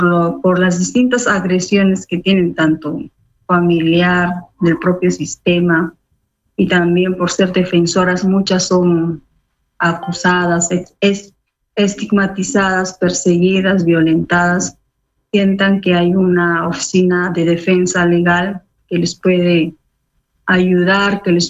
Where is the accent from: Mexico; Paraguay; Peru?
Peru; Yurimaguas, Loreto; also born or lived in Vitoria-Gasteiz, Spain; un abrazo amazónico, peruano, selvático, desde Yurimaguas